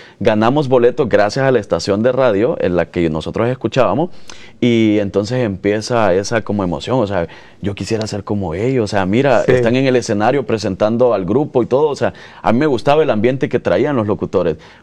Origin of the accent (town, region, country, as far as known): Nueva Concepción, Chalatenango, El Salvador; born or raised there; now in United States